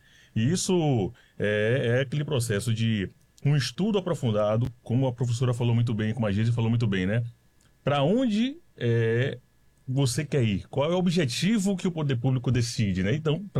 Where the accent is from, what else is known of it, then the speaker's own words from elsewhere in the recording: Salvador, Bahia, Brazil; Não, eu sou de Salvador, sou baiano, estou aqui há 4 anos.